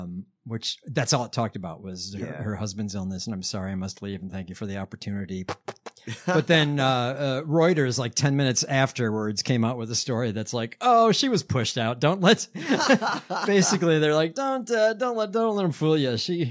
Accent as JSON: {"language": "English", "country": "Ireland", "said": "Because I'm Irish?"}